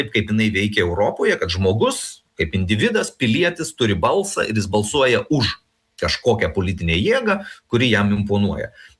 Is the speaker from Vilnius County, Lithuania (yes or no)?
no; Pakruojis, Panevėžys County, Lithuania; Ar iš kur aš kilęs, aš iš Pakruojo